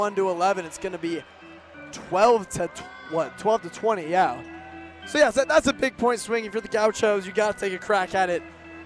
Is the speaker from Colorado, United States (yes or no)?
yes; Loveland, Colorado, United States; My hometown, baby.